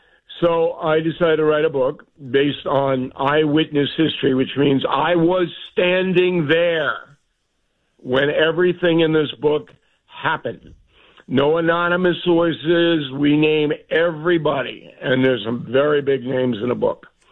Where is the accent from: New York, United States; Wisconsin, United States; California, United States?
New York, United States; So it used to be when I was growing up on Long Island, my parents knew what was going on.